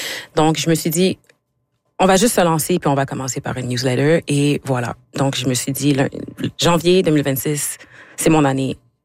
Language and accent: French; Quebec, Canada; moved away; Je suis partie du Québec, ça fait comme 7 ans.